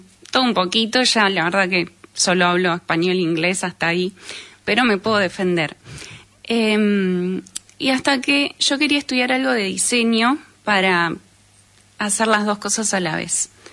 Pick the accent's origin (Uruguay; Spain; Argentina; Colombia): Argentina; Pergamino, Buenos Aires Province; born there; yo nací en Pergamino, provincia de Buenos Aires